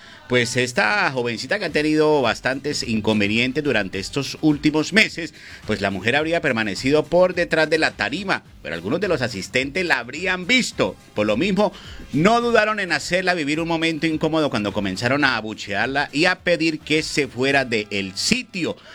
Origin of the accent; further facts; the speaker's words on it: Colombia; Todos somos colombianos, claro